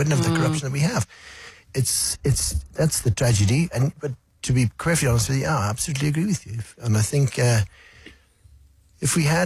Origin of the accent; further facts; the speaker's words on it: South Africa; So South Africa is home. It's home for me and my family, and it's been very good to me. And I'm absolutely a South African bear.